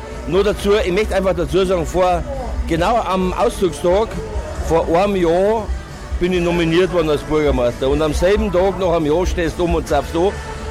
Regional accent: Bavaria, Germany; Ich bin also aufgewachsen, ich bin in Niederbayern im Verkehr geboren. Und das kriege ich nicht raus.

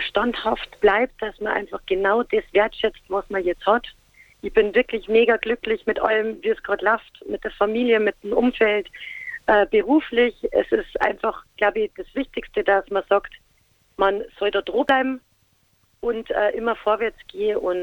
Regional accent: Bavaria, Germany; accent: Bavarian; Das ist nämlich ein bayerischer Titel in unserem Dialekt.

